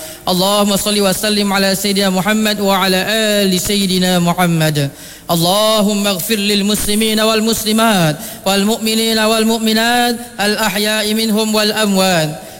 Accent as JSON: {"language": "Arabic", "region": "Penang", "country": "Malaysia", "said": "اللهم اجعل بلدنا ماليزيا خصوصا ولاية Pulau Pinang آمنا مطمئنا"}